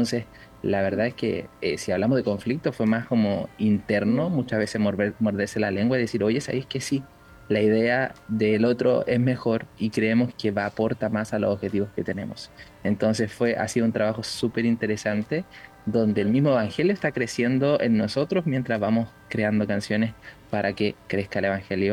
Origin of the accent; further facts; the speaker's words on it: Valparaíso, Chile; todos nosotros somos de Valparaíso, la región de Valparaíso de Chile, que es la quinta región.